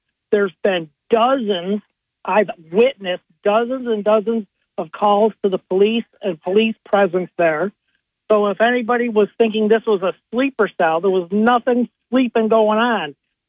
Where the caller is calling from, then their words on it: Binghamton, New York, United States; I'm calling from the south side of Binghamton. I live on Park Ave